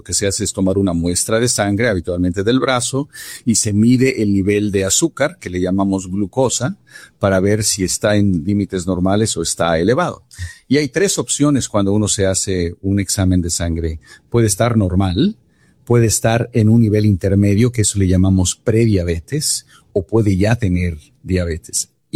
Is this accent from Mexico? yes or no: yes; Mexico; Hugo Sánchez nació en el barrio donde yo crecí en México.